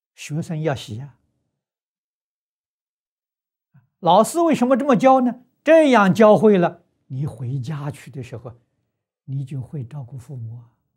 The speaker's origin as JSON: {"language": "Chinese", "country": "China", "said": "我们中国人讲命运"}